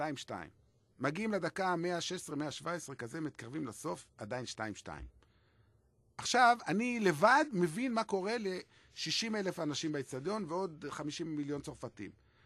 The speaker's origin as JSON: {"language": "Hebrew", "town": "Beersheba", "region": "Southern District", "country": "Israel", "said": "אני מבאר שבע"}